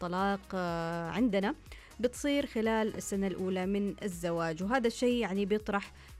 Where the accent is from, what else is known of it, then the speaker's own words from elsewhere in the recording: Saudi Arabia; ونحن بنقول عندنا في السعودية في حالة طلاق كل 9 دقائق